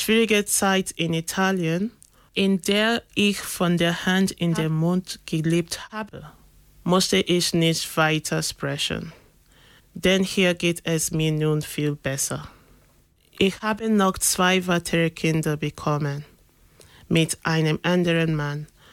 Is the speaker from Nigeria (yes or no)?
yes; Benin City, Edo, Nigeria; German is a second language; moved away as an adult; now in Germany; Ich komme aus Nigeria, aus Benin City. Das liegt in Edo State. 2015 bin ich nach Deutschland gekommen.